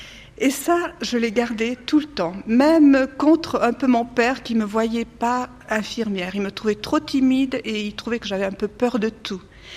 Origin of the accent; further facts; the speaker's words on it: France; Je viens de la France. J'ai été élevée dans une famille très formidable, très unie, avec des parents aimants.